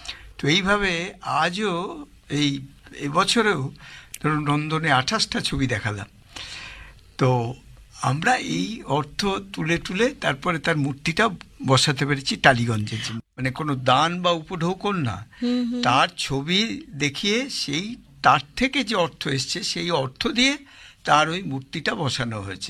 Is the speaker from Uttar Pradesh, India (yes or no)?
no; Baharampur, West Bengal, India; আমরাই ছোটবেলায় আমি তো বহরমপুরে থাকতাম, সেখানে কোনো লাইব্রেরির সাহায্যকল্